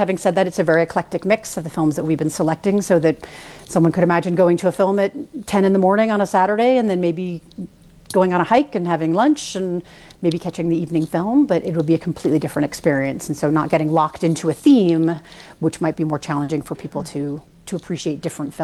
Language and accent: English; New York, United States; now in Park City, United States; I'm a transplant from New York. We have people who grew up in Europe, people who are 10th generation Utahn.